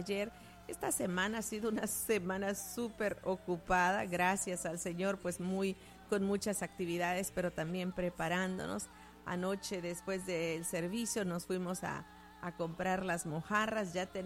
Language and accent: Spanish; La Unión, El Salvador; moved away; en mi país, El Salvador, yo soy de El Salvador y sé que la mayoría lo saben que soy de la República de El Salvador, del Departamento de la Unión